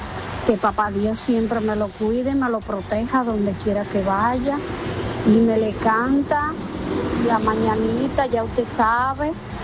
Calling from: Burende, Dominican Republic; de Burende

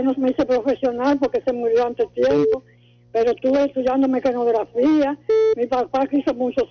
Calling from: San Cristóbal, Dominican Republic; yo soy de San Cristóbal.

